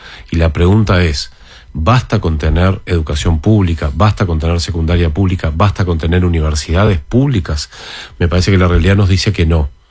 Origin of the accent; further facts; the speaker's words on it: Uruguay; A mí me dio mucho orgullo como uruguayo